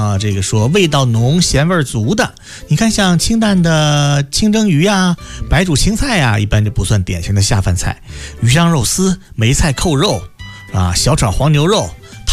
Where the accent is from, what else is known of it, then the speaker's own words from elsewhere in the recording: northern China, China; 我作为一个北方人